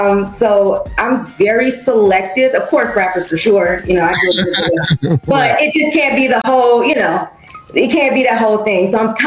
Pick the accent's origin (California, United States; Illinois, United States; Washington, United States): Illinois, United States; Chicago; One, I'm from Chicago.